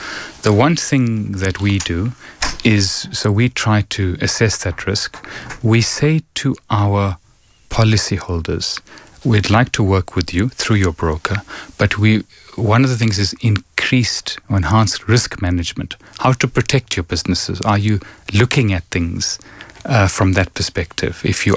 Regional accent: South Africa; And you know, being a South African businessman or a South African leader, leadership is difficult generally.

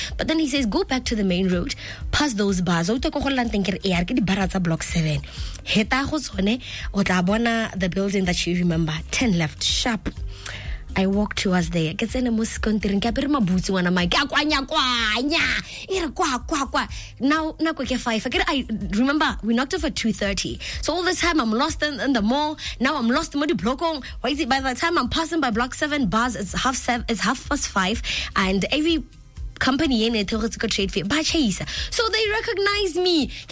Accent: Botswana; I'm from Khaburoni. I'm with Yarn FM for the trade fair.

